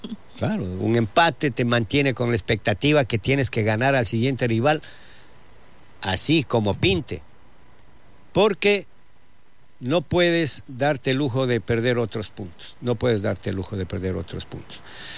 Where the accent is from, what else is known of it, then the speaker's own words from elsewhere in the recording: Ecuador; todos somos ecuatorianos